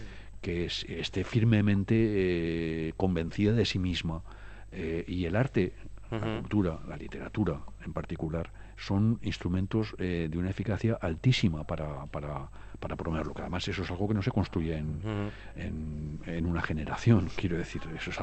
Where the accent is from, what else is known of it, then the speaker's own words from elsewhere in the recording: Zaragoza, Aragon, Spain; Yo soy zaragozano.